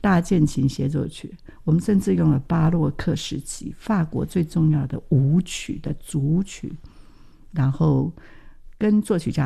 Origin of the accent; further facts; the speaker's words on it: Taiwan; 我是台湾的人